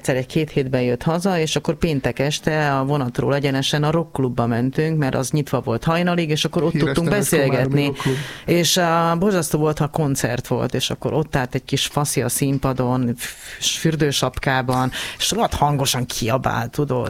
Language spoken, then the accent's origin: Hungarian; Slovakia; moved away; also born or lived in Prague; Szlovák állampolgárként kötelező volt, Prágában tanultunk, meg éltünk